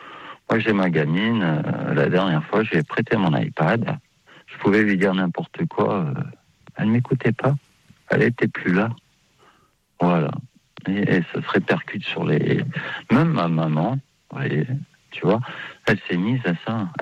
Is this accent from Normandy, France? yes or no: no; Lille, Hauts-de-France, France; Je viens de Lille.